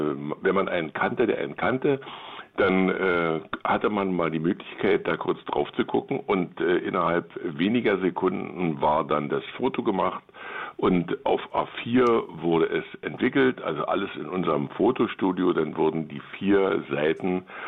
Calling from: Berlin, Germany; Ja, hallo … aus Berlin-Mitte.

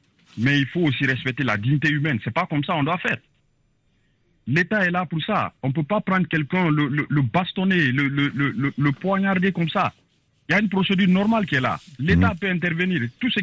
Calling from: Guinea; en tant que Guinéen

